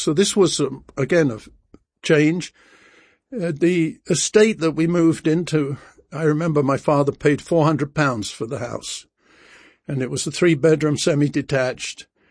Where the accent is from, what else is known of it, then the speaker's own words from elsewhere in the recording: London, United Kingdom; So I was born in London, England, at the beginning of the Second World War. Grew up in London. Most of the war spent in London.